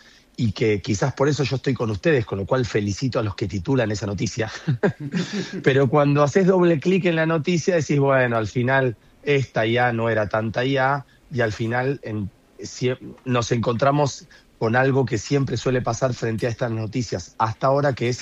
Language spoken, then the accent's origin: Spanish; Neuquén, Argentina; Miren que yo soy neuquino, pero ustedes tienen la provincia más linda de Argentina.